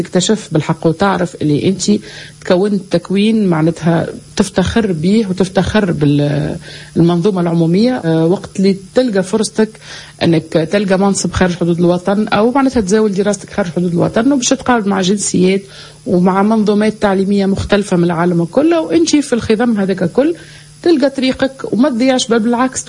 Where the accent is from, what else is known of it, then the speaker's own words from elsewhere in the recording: Gafsa, Gafsa Governorate, Tunisia; moved away as an adult; also born or lived in Tunis / Canada / Morocco; now in Saudi Arabia; نفكر نقرأ أولى ثانوي في معهد حي الشباب بقفصة